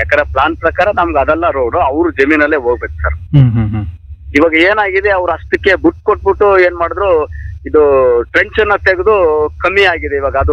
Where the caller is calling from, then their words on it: Kebbepura, Karnataka, India; ಕೆಬ್ಬೆಪುರ ಆಡಿ ಸರ್, ನಿಮ್ಮಟ್ಟಿರೆ ಪಂಚಾಯತಿ.